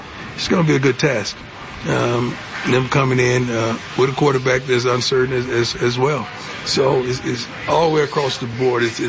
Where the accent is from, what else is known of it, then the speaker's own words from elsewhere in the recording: Fort Myers, Florida, United States; moved away; if we went back to Fort Myers, Florida, I would be happy. That's my hometown.